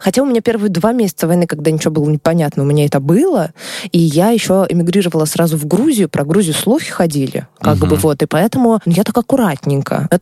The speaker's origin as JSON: {"language": "Russian", "country": "Russia", "also_born_or_lived": "Saint Petersburg", "moved": "as an adult", "lives_now": "Georgia", "said": "Он такой, откуда вы? Я говорю, а я из России."}